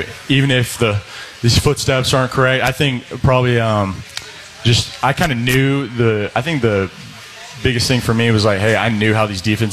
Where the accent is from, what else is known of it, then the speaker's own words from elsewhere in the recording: Dallas, Texas, United States; born there; also born or lived in Plano; I'm from Dallas, so I'm a Cowboys fan.